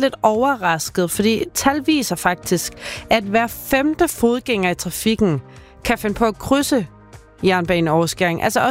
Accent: Varde, Region of Southern Denmark, Denmark; jeg er fra Varde.

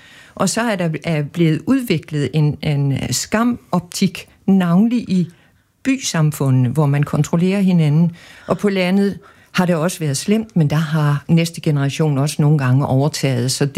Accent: Capital Region of Denmark, Denmark; born or raised there

